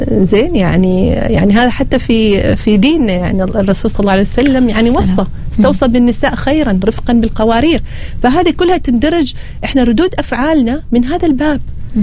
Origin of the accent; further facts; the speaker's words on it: Oman; عندنا في عمان